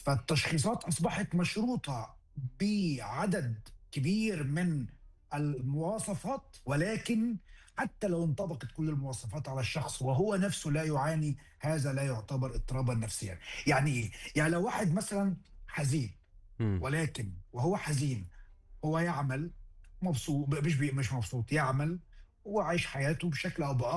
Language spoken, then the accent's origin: Arabic; Egypt